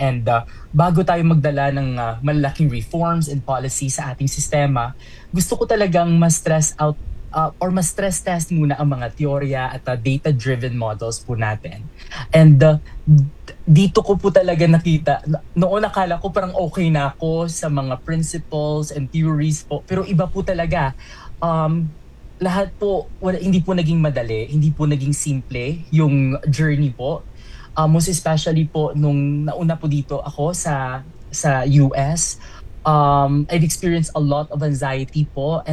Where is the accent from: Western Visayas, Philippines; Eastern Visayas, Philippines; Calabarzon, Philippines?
Western Visayas, Philippines; Bacolod; So Bacolod City po is really kung saan po ako pinanganak and my hometown.